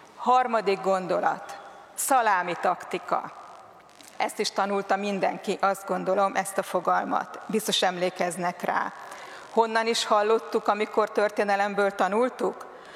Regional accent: Sárvár, Vas, Hungary; Az én szülővárosom Sárvár, és sokáig kimutatható, hogy a családunk ott élt.

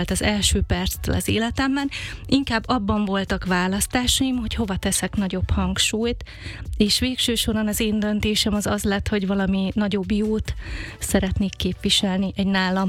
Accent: Eastern Hungary, Hungary; Hú, nagyon sok felől, mi sokat költöztünk, de alapvetően azért az alföldi régióhoz, Kelet-Magyarországhoz kötöm magam.

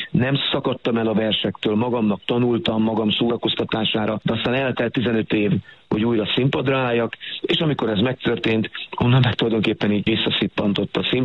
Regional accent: Kunszentmiklós, Bács-Kiskun, Hungary; born there; 2017-ben Kunszta Miklóstól, az én szülővárosomból gyalogoltam el a horvátországi Szent Lászlóba

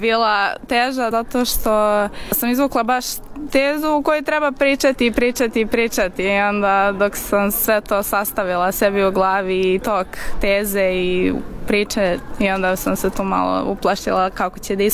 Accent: Belgrade, Serbia; now in Budapest, Hungary; Iz Beograda.

